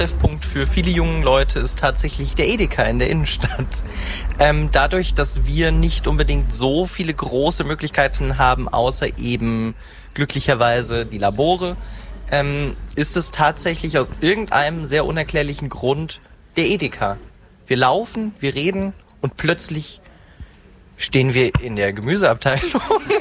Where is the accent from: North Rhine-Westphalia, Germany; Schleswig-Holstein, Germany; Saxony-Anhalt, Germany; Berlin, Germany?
Saxony-Anhalt, Germany; Zeitz; born there; Ich bin tatsächlich gebürtig aus Zeitz, wohne jetzt hier schon ganze 19 Jahre.